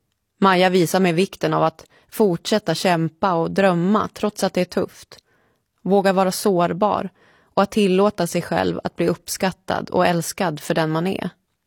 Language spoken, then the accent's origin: Swedish; Gävle, Gävleborg County, Sweden; moved away as an adult; jag har haft så lite tid till att underhålla mina relationer hemma i Gävle. Efter flera år på vift känner jag mig mer som en främling eller en gäst på den plats jag borde kalla hem.